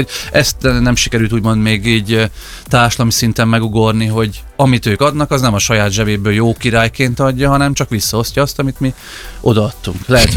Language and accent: Hungarian; Hungary; hogy azért magyarok vagyunk